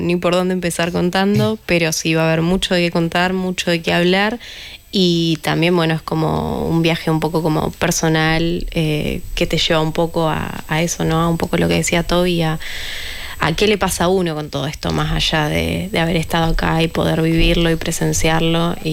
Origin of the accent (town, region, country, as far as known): Argentina